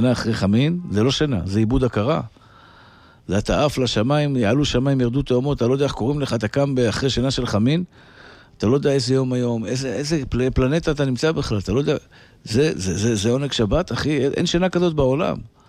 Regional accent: Iran; והחברות השני עושה לי מקם משותף של פרסי כזה, או כי אני פרסי, אז הוא היה עושה לי מקם פרסי כזה.

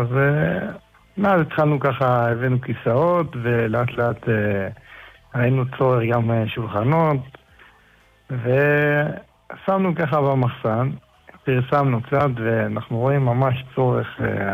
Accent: Jerusalem, Jerusalem District, Israel; אנחנו מירושלים.

